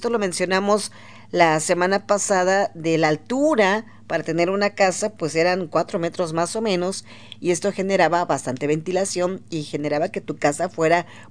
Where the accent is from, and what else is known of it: Mexico